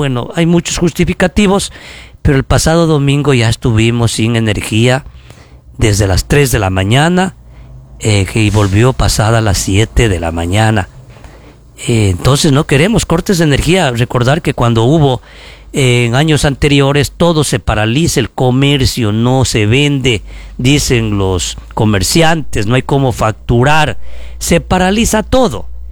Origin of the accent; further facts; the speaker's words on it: Ecuador; Somos los ecuatorianos y ecuatorianas las que trabajamos y aportamos al desarrollo del país.